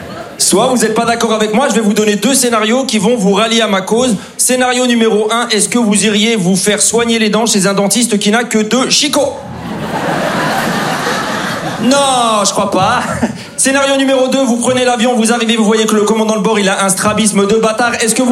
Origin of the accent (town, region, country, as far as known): Grand Est, France; born or raised there